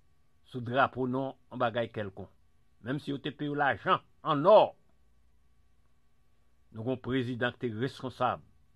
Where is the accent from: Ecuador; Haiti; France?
Haiti; Je suis Haïtien. Et fier à ce que je suis Haïtien.